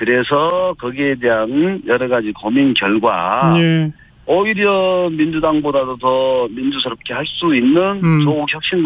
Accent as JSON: {"language": "Korean", "area": "Sinan", "region": "South Jeolla", "country": "South Korea", "tie": "born or raised there", "said": "여기 내 고향 신안에 대한 준비를 하다가"}